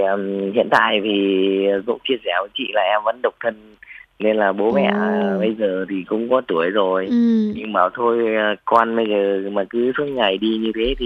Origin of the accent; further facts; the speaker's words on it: Thanh Hoa, Vietnam; now in Hung Yen, Vietnam; Em ở Thanh Hóa chị ạ.